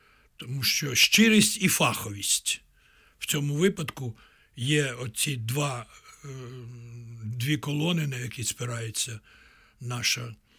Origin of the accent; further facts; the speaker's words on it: Kyiv, Ukraine; also born or lived in Kraków, Poland; я сам народився на Подолі в подвір'ї на Воздвиженській вулиці, в подвір'ї, якому грали діти євреїв, татар, українців, молдаван.